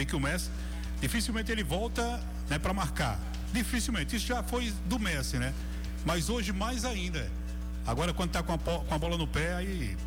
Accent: Brazil; nós temos que ser realmente o que somos, brasileiro.

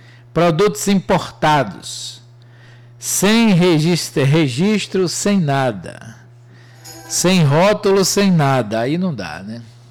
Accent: Maragogipe, Bahia, Brazil; povo abençoado de Maragogipe, minha terrinha linda.

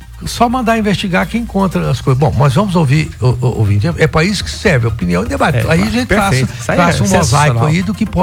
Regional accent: Brazil; nós somos uma nação de sobreviventes, somos brasileiros

